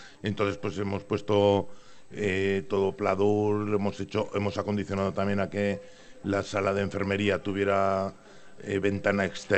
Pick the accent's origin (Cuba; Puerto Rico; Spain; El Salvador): Spain; Alfántega, Aragon; aquí a mi pueblo